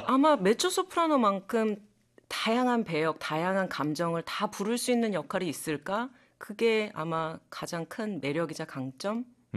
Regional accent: Seoul, South Korea; born there; 그런데 제가 타고난 몸은 대한민국 서울에서 태어난 몸이거든요.

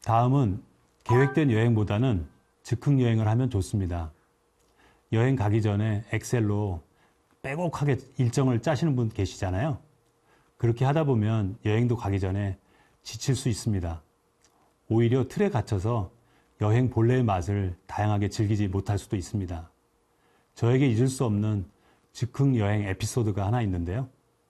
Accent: South Korea; 저는 용감하게 전속 밴드에 다가가서 내가 한국에서 왔는데 한국어로 노래하고 싶은데 괜찮을까요?

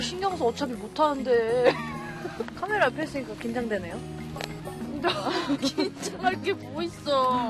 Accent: Sokcho, Gangwon, South Korea; 속초요.

